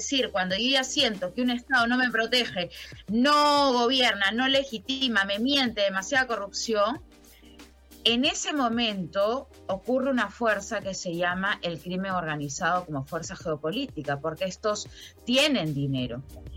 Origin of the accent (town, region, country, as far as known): Peru